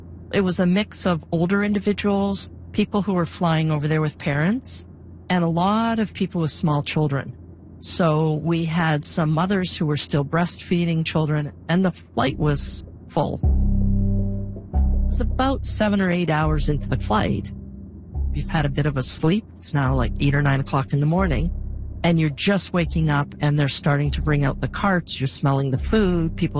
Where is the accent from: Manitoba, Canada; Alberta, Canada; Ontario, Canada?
Ontario, Canada; Toronto; also born or lived in Montreal; And I'm a Canadian, born in Montreal. Most of my life was in Toronto.